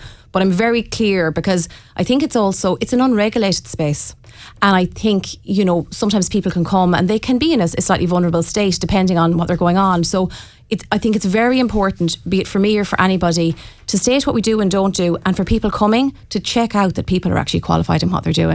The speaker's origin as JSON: {"language": "English", "town": "Bohola", "region": "County Mayo", "country": "Ireland"}